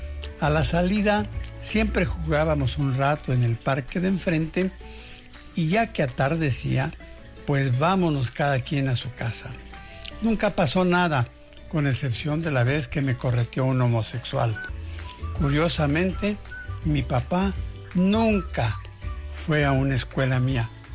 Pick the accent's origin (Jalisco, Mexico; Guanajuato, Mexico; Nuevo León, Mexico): Jalisco, Mexico; Guadalajara; Aunque por esos entonces, Guadalajara, mi ciudad natal, ya tenía 1 millón de habitantes.